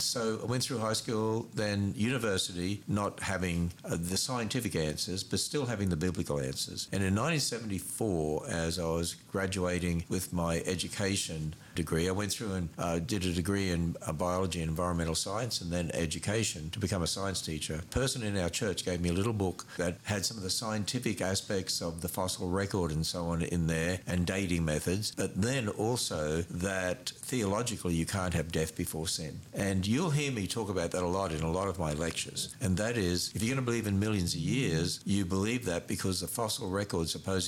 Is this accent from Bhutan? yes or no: no; Queensland, Australia; now in United States; You know what, I grew up in Australia, so that's my homeland. And we actually moved to the States in 1987.